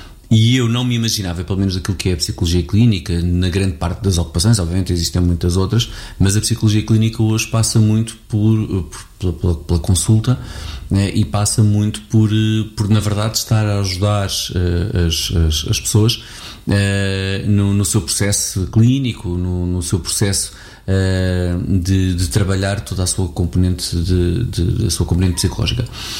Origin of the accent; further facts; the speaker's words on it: Abrantes, Santarém, Portugal; moved away as an adult; Tenho 50 anos. Nasci em 1975, no Rossio ao Sul do Tejo, Abrantes. E, portanto, é um bocadinho esta a minha história aqui. E vivi a minha vida em Abrantes até aos 18 anos.